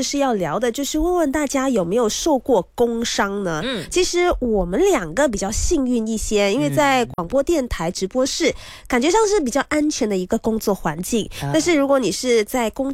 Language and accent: Chinese; Johor Bahru, Johor, Malaysia; moved away; 我们是柔佛妹子，因为我是新山人嘛